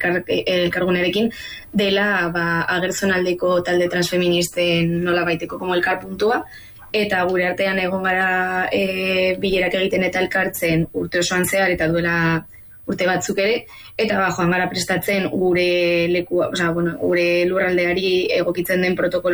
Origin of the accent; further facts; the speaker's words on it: Tafalla, Navarre, Spain; azken finean Tafallaldekoa gara